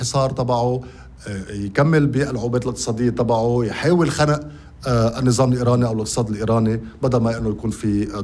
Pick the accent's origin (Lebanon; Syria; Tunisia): Lebanon; لا، هذه كمان شغلة بتوجعنا نحن كلبنانيين كتكلفة بيئية.